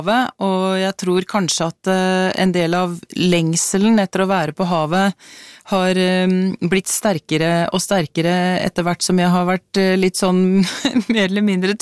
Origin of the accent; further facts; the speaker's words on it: Nesodden, Akershus, Norway; moved away; Jeg vokste jo opp på Nesodden utenfor Oslo, så var omringet av sjø på alle kanter.